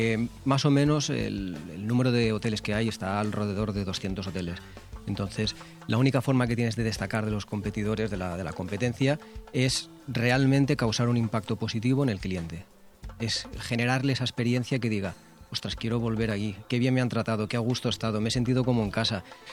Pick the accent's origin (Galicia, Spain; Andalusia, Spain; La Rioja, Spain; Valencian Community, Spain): Valencian Community, Spain; Oliva; now in Benidorm, Spain; yo soy de Oliva, por lo cual me queda muy cerquita de casa